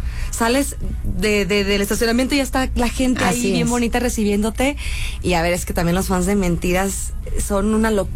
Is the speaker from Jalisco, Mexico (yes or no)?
no; Ciudad Obregón, Sonora, Mexico; Y yo, ¿qué? ¿Desde Obregón, Sonora, desde mi rancho? ¡Órale! Desde los rumbos de por allá del calor.